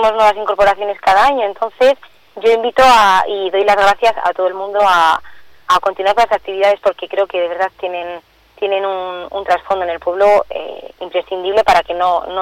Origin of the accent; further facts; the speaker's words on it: Brieva de Cameros, La Rioja, Spain; No es porque sea mi pueblo ni porque represente al que digo yo el mejor pueblo de La Rioja